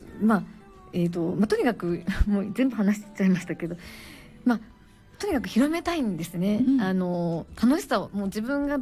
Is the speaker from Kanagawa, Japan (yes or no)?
yes; Zushi, Kanagawa, Japan; born there; 逗子文化プラザホールというところに地元のねホールがありまして、